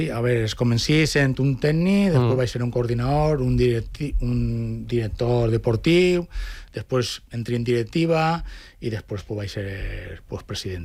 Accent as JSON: {"language": "Catalan", "town": "Alboraia", "region": "Valencian Community", "country": "Spain", "tie": "born there", "also_born_or_lived": "Tavernes de la Valldigna", "moved": "as an adult", "lives_now": "Valencia, Spain", "said": "Soc nascut en Alboraia, casat i visc en València, perquè al final pues, la dona tira, i visc en València"}